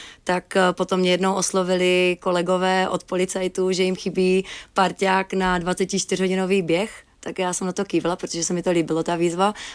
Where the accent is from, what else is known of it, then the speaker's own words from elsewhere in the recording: Jeseník, Olomouc Region, Czechia; pocházím z Jeseníku, takže vyrostla jsem v krásných Jeseňských horách.